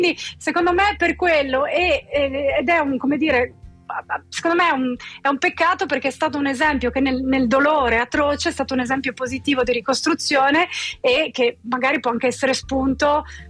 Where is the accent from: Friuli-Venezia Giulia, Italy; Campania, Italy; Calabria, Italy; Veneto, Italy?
Friuli-Venezia Giulia, Italy; Gemona del Friuli; now in Hong Kong; Essere cresciuta a Gemona del Friuli ovviamente mi ha, come dire, ho passato tutta la mia infanzia a sentir parlare del terremoto, sono cresciuta giocando nei cantieri della Gemona che veniva ricostruita